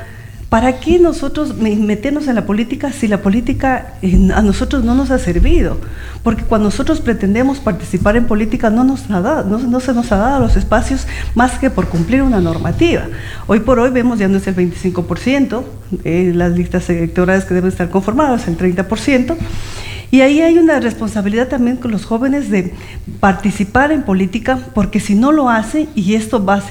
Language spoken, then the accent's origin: Spanish; Loja, Ecuador